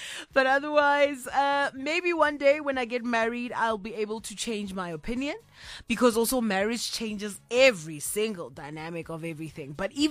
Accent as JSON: {"language": "English", "town": "Kimberley", "region": "Northern Cape", "country": "South Africa", "said": "I'm from Kimberley. That's like, we are neighbors"}